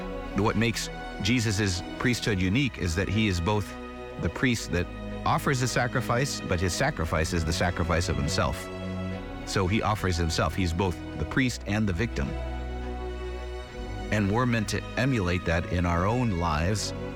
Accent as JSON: {"language": "English", "town": "Columbia", "region": "Missouri", "country": "United States", "tie": "born or raised there", "said": "Well, I grew up in Columbia, Missouri. I went to Indiana University, where I studied business."}